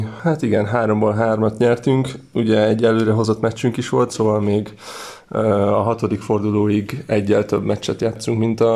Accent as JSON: {"language": "Hungarian", "town": "Kaposvár", "region": "Somogy", "country": "Hungary", "tie": "born or raised there", "said": "mi kaposvári születésű és nevelt játékosok vagyunk."}